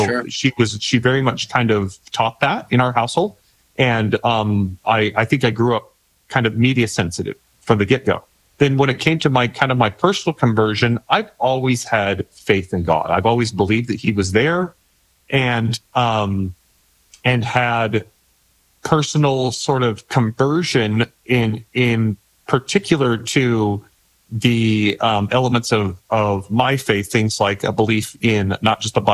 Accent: Idaho, United States; born or raised there

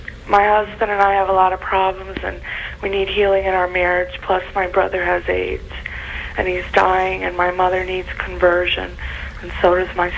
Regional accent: Rochester, New York, United States; I'm from Rochester, New York.

